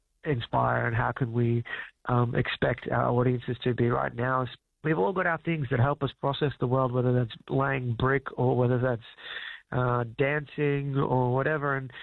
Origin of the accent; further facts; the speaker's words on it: Brisbane, Queensland, Australia; We're from Brisbane originally, so we have a lot of love for Queensland.